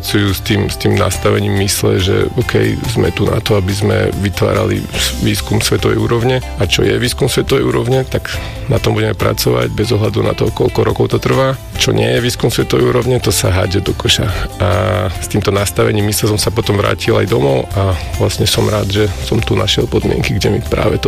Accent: Spišská Nová Ves, Košice Region, Slovakia; moved away as an adult; also born or lived in Brno / Australia; a narodil som sa v Spišskej Novej Vsi.

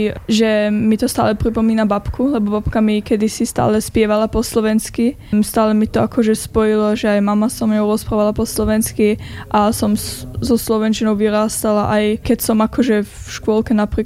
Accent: Amstetten, Lower Austria, Austria; som prišla z Rakúska, Amstetten, blízko Linz.

